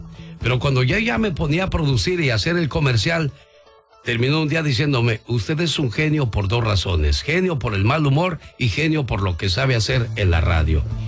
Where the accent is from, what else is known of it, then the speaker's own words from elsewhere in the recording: Mexico; now in United States; Es que nosotros los mexicanos somos bien albureros y pues yo no puedo decir eso de un día salí de Chile, pero Chile, está bien lejos de aquí de Estados Unidos.